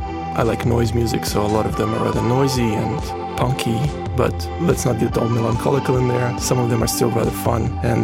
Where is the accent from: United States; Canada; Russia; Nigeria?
Russia; sarcastic commentary about the states and conditions in my home country, which is Russia.